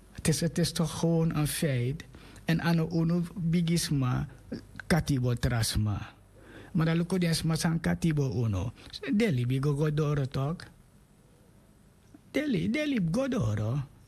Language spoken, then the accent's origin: Dutch; Suriname; born there; Ik ben een Surinaamse Afrikaan. Ik ben geboren in Suriname.